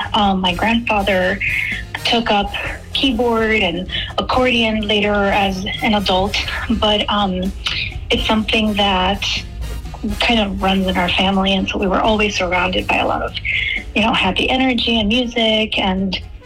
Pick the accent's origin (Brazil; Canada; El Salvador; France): El Salvador; now in United States; Growing up in El Salvador was an incredible experience overall.